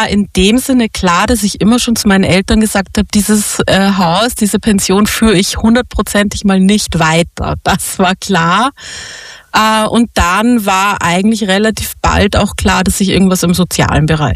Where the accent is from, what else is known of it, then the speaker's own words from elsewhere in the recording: Bavaria, Germany; moved away; In Deutschland. Ich komme aus Deutschland. Südliches Bayern, also schon fast Grenzgebiet.